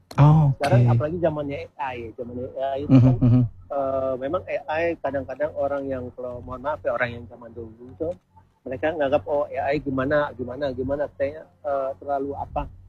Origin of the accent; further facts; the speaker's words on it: Manado, North Sulawesi, Indonesia; Iya, betul. Kita dari Manado.